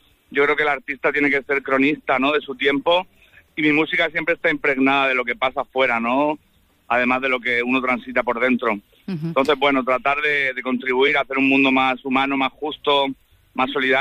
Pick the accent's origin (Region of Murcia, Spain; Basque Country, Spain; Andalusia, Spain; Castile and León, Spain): Region of Murcia, Spain; yo sabes que soy de Murcia